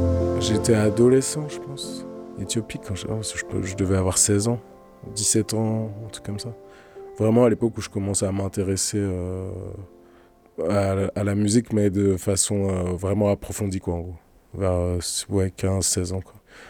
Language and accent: French; Nantes, Pays de la Loire, France; born there; also born or lived in Teillé; quand j'ai déménagé de Théillé, que je suis arrivé à Nantes avec mes parents